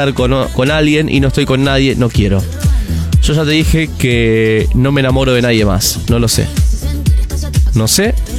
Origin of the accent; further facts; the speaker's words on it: Chaco, Argentina; now in Rosario, Argentina; Estoy en Rosario, pero soy chaqueño.